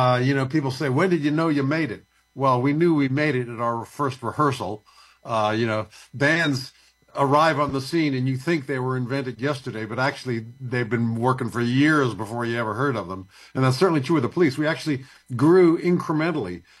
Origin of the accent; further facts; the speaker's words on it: Beirut, Beirut Governorate, Lebanon; also born or lived in Virginia, United States / Cairo, Egypt; I was an American kid. I was born in Virginia. But my father, with his CIA job, had me growing up in Cairo and Lebanon, surrounded by Arabic music.